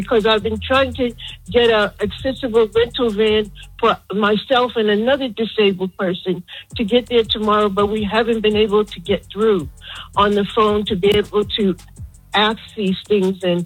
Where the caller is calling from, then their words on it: Alexandria, Virginia, United States; also born or lived in Bronx, United States; I'm from Alexandria, Virginia. I'm calling about the ICE agents in the Bronx. I used to live there in Marble Hill.